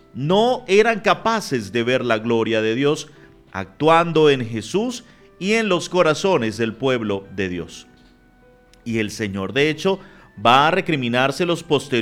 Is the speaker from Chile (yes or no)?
no; Venezuela; mi reflexión personal como venezolano, mi reflexión hacia mis hermanos venezolanos